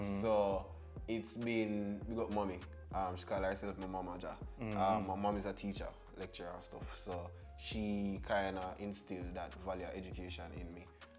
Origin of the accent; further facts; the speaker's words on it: Montego Bay, Saint James, Jamaica; So I'm from St. James, Mobe to be exact, you know, Granville, we go Granville every time.